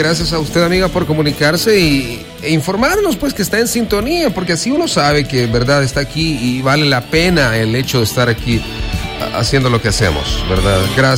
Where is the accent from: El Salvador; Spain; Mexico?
El Salvador; Que sí, como salvadoreños, ¿verdad? Que nuestros equipos sobresalgan a nivel internacional.